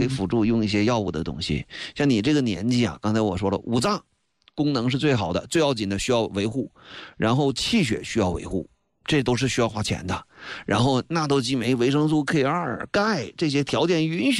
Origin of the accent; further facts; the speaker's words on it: China; 中国人的文化导致我们中国人的老年教育几乎是零